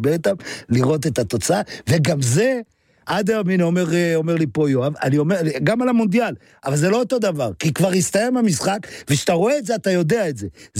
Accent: Jerusalem, Jerusalem District, Israel; גדלתי בירושלים.

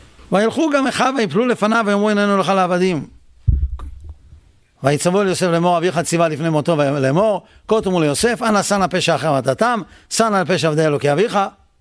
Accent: Netanya, Central District, Israel; כשגדלנו ילדים בנתניה

